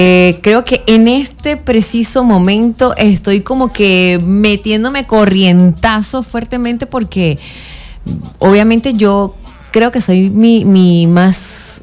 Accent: San Cristóbal, Táchira, Venezuela; born there; also born or lived in Colombia; donde nací? Porque soy de aquí, de San Cristóbal.

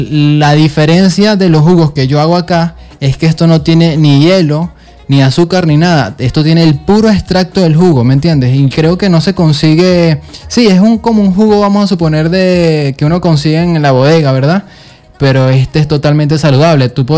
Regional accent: Barquisimeto, Lara, Venezuela; moved away as an adult; also born or lived in Panama; now in San Cristóbal, Venezuela; yo soy de Barquisimeto. Yo tengo también familiares acá en San Cristóbal.

